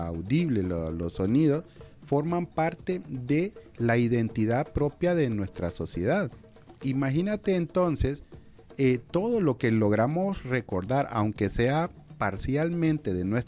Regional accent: Honduras

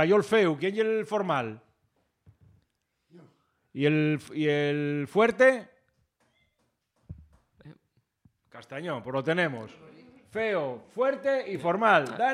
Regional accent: Asturias, Spain; De los dos, ¿no? Que somos asturianos, maldita sea.

